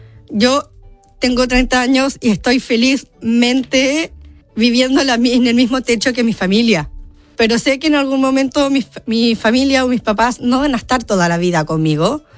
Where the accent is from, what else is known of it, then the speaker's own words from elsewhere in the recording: Chile; moved away as an adult; now in Barcelona, Spain; yo soy chilena, nacida en Chile y estoy aquí en Barcelona casi 6 años, se podría decir. 5 años y medio.